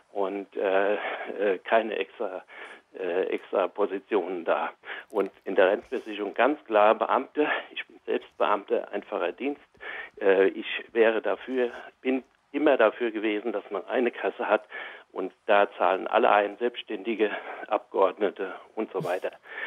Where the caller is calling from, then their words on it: Taunusstein, Hesse, Germany; Ja, hallo Frau Krüger, ich bin aus Taunusstein.